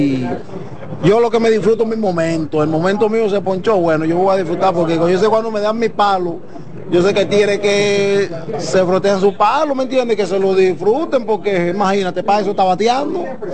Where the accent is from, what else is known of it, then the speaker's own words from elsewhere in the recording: Dominican Republic; yo soy raíz haitiana, sí. Eso es naturalmente de parte madre y de parte padre. Yo soy nací en Dominicana, me crié en Dominicana, soy dominicano, pero mis raíces, todo el mundo sabe que yo soy haitiano.